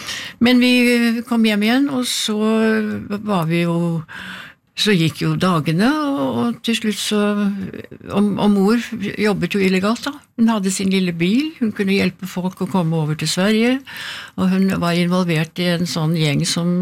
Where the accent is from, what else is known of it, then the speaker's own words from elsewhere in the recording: Oslo, Norway; Jeg har vokst opp på Beste Vestkant, som det heter.